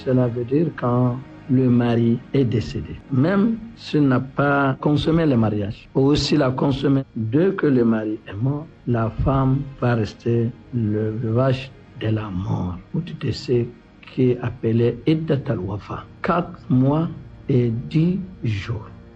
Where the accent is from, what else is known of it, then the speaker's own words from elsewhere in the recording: Chad; Chez nous, au Tchad